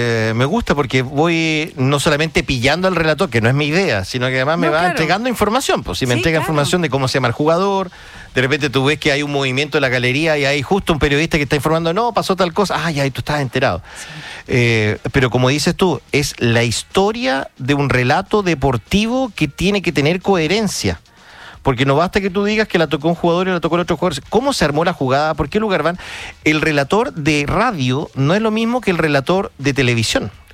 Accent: Punta Arenas, Magallanes and Chilean Antarctica, Chile; Y le decía, de Punta Arenas.

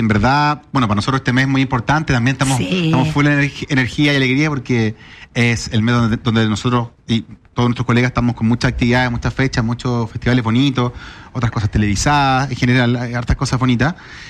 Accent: Chile; más allá de ser chileno

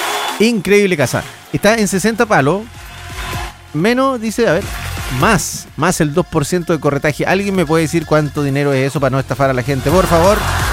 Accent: Chile; Somos emprendedores los chilenos

